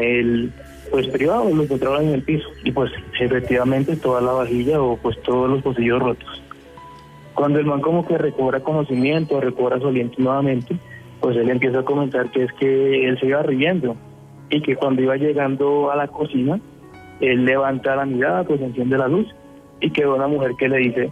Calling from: Caribbean Region, Colombia; yo también soy costeño

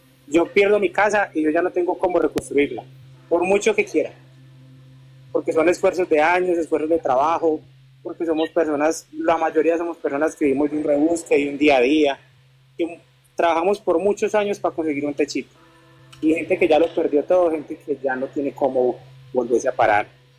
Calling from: Sevilla, Valle del Cauca, Colombia; me comunico desde Sevilla, Valle del Cauca.

